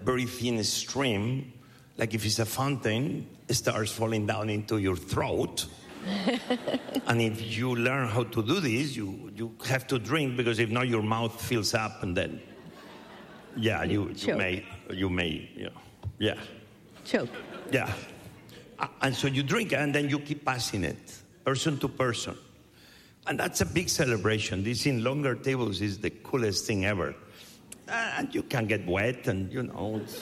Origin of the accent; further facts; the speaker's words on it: Barcelona, Catalonia, Spain; when I grew up in Barcelona, this is very Catalan.